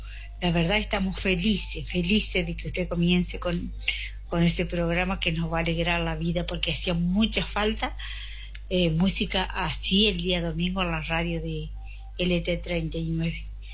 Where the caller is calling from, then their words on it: Febre, Entre Ríos, Argentina; trabajamos en el campo, somos de Febre, pero estamos en campaña, sí, es donde mi marido trabaja.